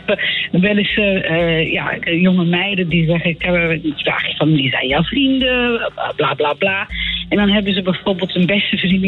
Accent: Amsterdam, North Holland, Netherlands; Nee, ik woon in Amsterdam. Ik ben in Amsterdam opgegroeid. Ik heb in Amsterdam gestudeerd.

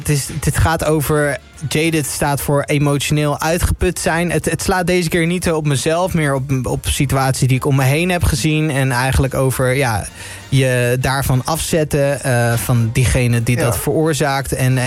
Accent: Gelderland, Netherlands; Kijk, ik kom zelf uit Gelderland. Dus ik kwam daar als jonge jongen altijd al op Appelpop.

